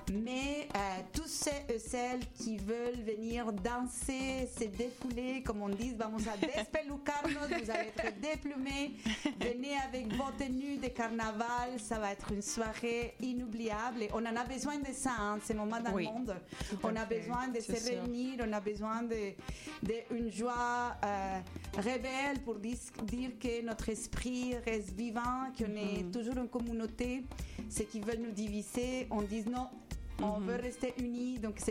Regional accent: Colombia; French is a second language; now in Quebec City, Canada; Ça fait longtemps qu'on habite à Québec. On vient de la Colombie

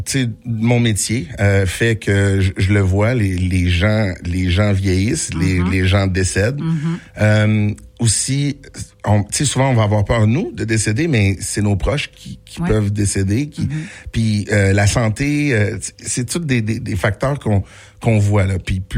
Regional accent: Montreal, Quebec, Canada; on revient dans ma ville natale, Verdun.

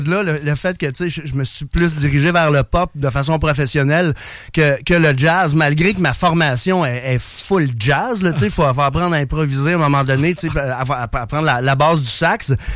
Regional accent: Trois-Rivières, Quebec, Canada; je viens de Trois-Rivières, donc c'est à l'école secondaire de La Salle.

